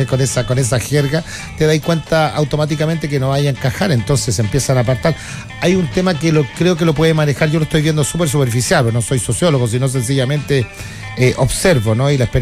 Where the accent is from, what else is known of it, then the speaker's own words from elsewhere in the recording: Chile; nuestro hablar de como chileno